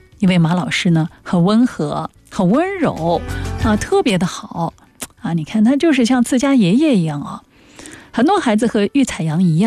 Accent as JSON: {"language": "Chinese", "town": "Nantong", "region": "Jiangsu", "country": "China", "said": "我作为南通本地人"}